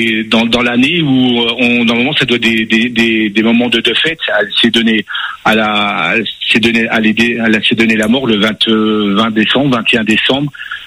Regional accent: Thionville, Grand Est, France

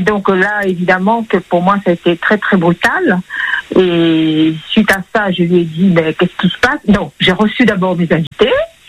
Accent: Switzerland; je viens de Suisse

